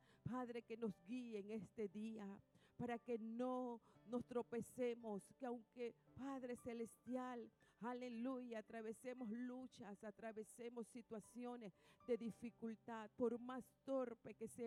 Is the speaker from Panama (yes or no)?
yes; Panama; como ciudadanos que somos de esta tierra